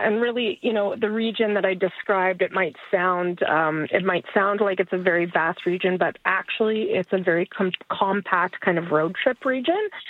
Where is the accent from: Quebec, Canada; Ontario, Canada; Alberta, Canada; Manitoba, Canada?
Alberta, Canada; I grew up in Alberta and spent a lot of time sort of, you know, in the Banff, Jaspers and, you know, the more northerly parts of the province.